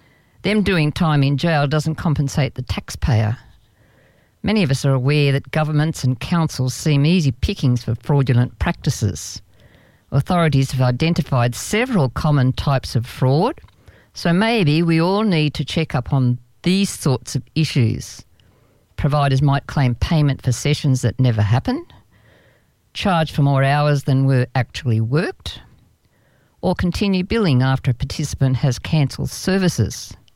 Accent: Australia; So being an Australian taxpayer, I get pretty annoyed

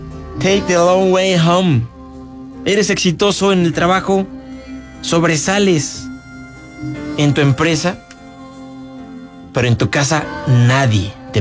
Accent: Querétaro, Mexico; born there; la feria de mi pueblo, que es la misma feria de Querétaro

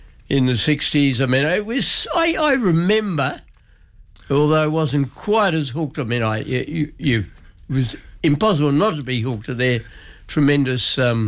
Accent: Earlwood, New South Wales, Australia; I grew up in Earlwood. Mm. I was born there, grew up there. Mm. And when I was at school, I went to Canterbury High.

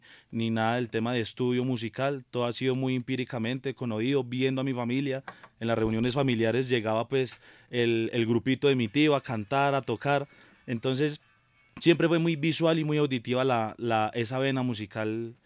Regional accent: Bogotá, Colombia; Yo soy nacido aquí en Bogotá, soy de acá de Bogotá, pero vengo de raíces del norte del Tolima

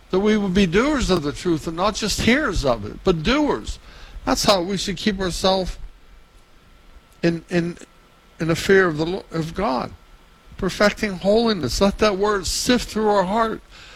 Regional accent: Weirton, West Virginia, United States; I'm from Weirton, West Virginia.

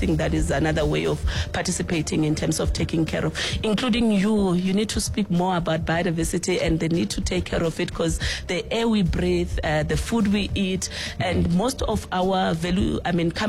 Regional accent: Vuwani, Limpopo, South Africa; born there

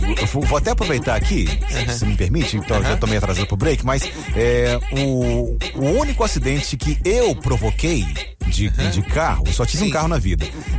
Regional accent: Minas Gerais, Brazil; Sou mineiro, mas Mutum não conheço.

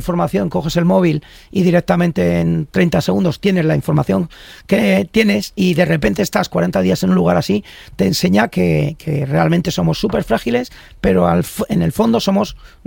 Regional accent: Íscar, Castile and León, Spain; Soy castellano y ahí nos hacemos duros.

